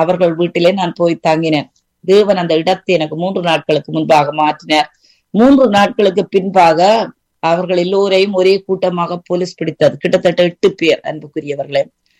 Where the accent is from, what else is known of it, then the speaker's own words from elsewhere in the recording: Sri Lanka; moved away as an adult; இலங்கையிலே நான் வாழ்கின்ற வழியிலே ஒரு அருமையான குடும்பம், அருமையான வாழ்க்கை.